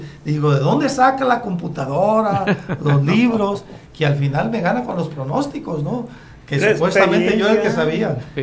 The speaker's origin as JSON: {"language": "Spanish", "town": "Santiago Ixcuintla", "region": "Nayarit", "country": "Mexico", "said": "somos paisanos, somos de Santiago."}